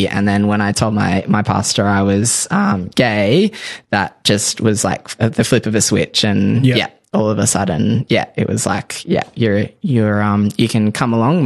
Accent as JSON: {"language": "English", "town": "Tamworth", "region": "New South Wales", "country": "Australia", "tie": "born or raised there", "said": "I grew up in Tamworth, a country town in New South Wales, country music capital of Australia."}